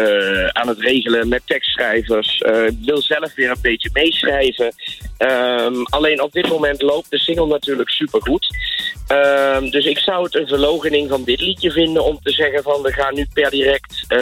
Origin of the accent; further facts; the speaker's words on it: Tiel, Gelderland, Netherlands; born there; now in Brabant, Netherlands; Ik woon nu in Brabant, maar ik blijf natuurlijk altijd. Dat kan niet anders. Want ja, weet je, op mijn geboorteakte staat het gewoon. Ik ben in Tiel geboren en dat is toch Gelderland.